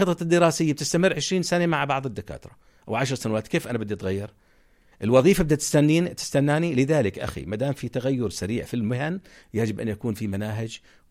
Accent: Jordan; عندنا بالأردن

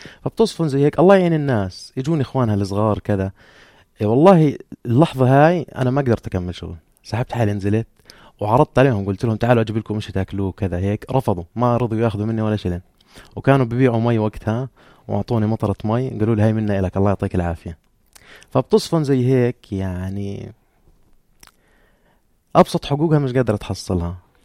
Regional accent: Jordan; مجتمعنا الاردني مجتمع فزعات

